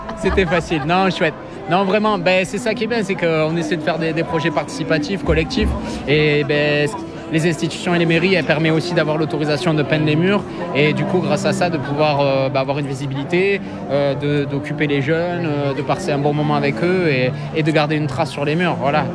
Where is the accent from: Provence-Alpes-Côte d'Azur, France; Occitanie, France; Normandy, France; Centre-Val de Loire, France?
Occitanie, France; Perpignan; moved away as an adult; now in Boulazac, France; je me suis marié avec une Sarladaise, ce qui m'a fait venir de mon beau pays catalan de Perpignan. Voilà, c'est pour ça que j'ai atterri ici.